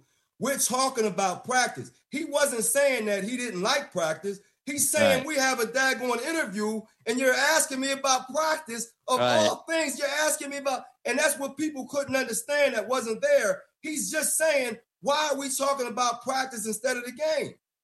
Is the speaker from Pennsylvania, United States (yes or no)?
yes; Philadelphia, Pennsylvania, United States; And I understand it because I'm a Philadelphian, so y'all hearing it right now.